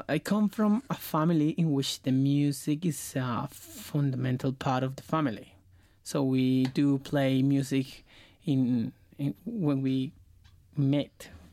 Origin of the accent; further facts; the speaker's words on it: Colombia; English is a second language; I am from Latin America. I'm from Colombia.